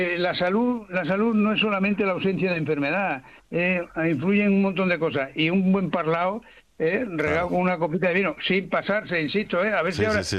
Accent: Robledillo de Gata, Extremadura, Spain; yo soy de Robledillo de Gata.

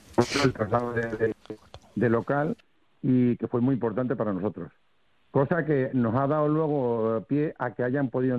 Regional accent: Extremadura, Spain; now in Soria, Spain; a los extremeños nos cuesta bastante trabajo entrar

